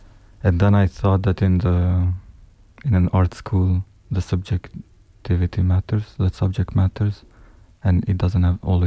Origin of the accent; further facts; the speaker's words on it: Kosovo; moved away as an adult; now in Zurich, Switzerland; I come from Kosovo. And since almost 3 years now, I'm based in Zurich